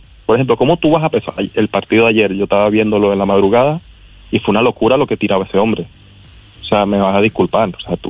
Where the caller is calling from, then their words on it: Spain; estoy gastando tanta plata llamando desde España a todo otro continente